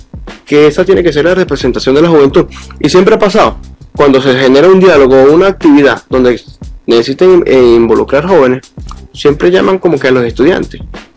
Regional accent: Barinas, Venezuela; yo soy de Barinas

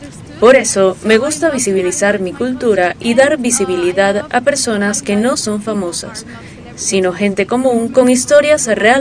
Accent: Egypt; me encanta destacar mi cultura más allá de Egipto

